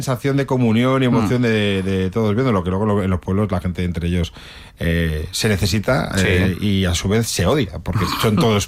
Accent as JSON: {"language": "Spanish", "town": "Ribadelago", "region": "Castile and León", "country": "Spain", "tie": "born or raised there", "said": "En mi pueblo, se llama Ribera del Lago, hubo una tragedia, se rompió una presa en los años 50, en el año 59."}